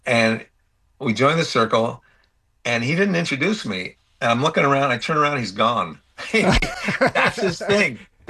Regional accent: Connecticut, United States; I grew up in Connecticut, and Boston is one of my favorite towns. And right now, I'm up in southern Maine.

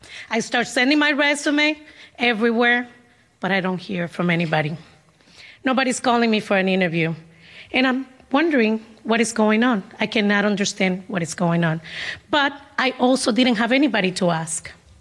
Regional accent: Dominican Republic; English is a second language; now in Boston, United States; I come to Boston from Dominican Republic with one suitcase. My suitcase was full of books and many dreams. It was a very heavy suitcase. When Dominicans emigrate to the United States, we give away all our clothes and our belongings.

